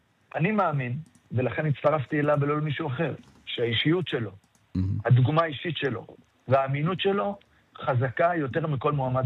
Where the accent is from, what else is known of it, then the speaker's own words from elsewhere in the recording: Tel Aviv, Tel Aviv District, Israel; גם כילד בדרום תל אביב וגם המשפחה שלו, שנים הצביעו לליכוד.